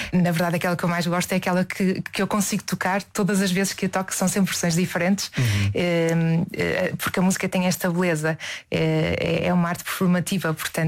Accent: Esposende, Braga, Portugal; Eu sugeria irmos jantar a Esposende, a minha terra natal.

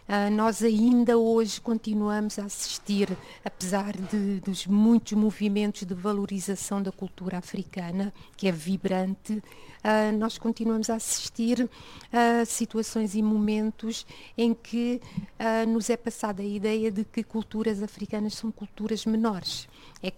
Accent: Portugal; also born or lived in Cape Verde; tendo eu crescido aqui em Portugal, nasci em Cabo Verde, mas cresci cá

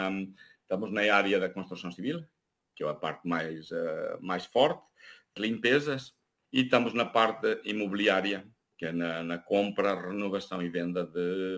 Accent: Guarda, Portugal; moved away as an adult; eu sou português genuíno, nasci e criado até aos 19 anos na Guarda, melhor dito, numa pequena aldeia que se chama 30, uma pequena região industrial, hoje já não, porque os têxteis faliram

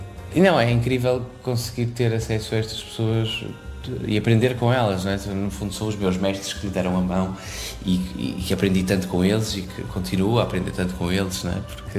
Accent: Porto, Norte, Portugal; moved away as an adult; also born or lived in Horta, Azores / Barcelona / Berlin / France; now in New York, United States; Eu cresci no Porto, ou seja, quase toda a minha vida vivi no Porto, apesar de depois ter vivido em Barcelona

